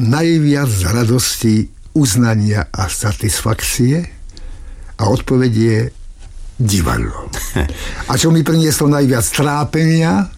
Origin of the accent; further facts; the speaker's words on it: Strážske, Košice Region, Slovakia; moved away; pochádzam zo Strážskeho, z malebného východoslovenského mestečka